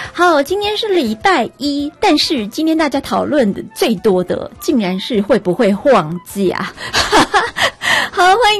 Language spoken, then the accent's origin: Chinese; Taiwan